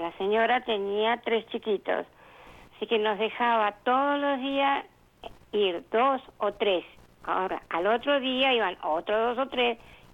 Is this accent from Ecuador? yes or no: no; Longchamps, Buenos Aires Province, Argentina